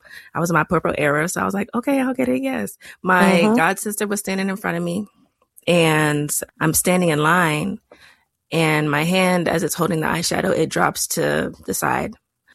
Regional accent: Texas, United States; now in DMV area (Washington, D.C. region), United States; So right now I'm in the DMV area, but I grew up in Texas, which is very, very southern.

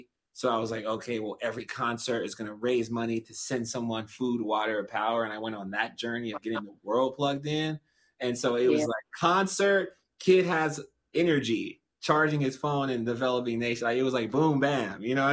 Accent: Kansas City, Missouri, United States; I've been doing this as an African-American artist, independent artist. I come from Kansas City

